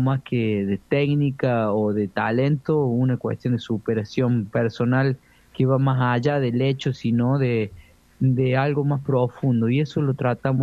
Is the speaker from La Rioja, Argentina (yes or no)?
no; Villa Dolores, Córdoba, Argentina; Son, de mis pagos, Villa Dolores, yo soy de Tras la Sierra, de Córdoba Oeste sería.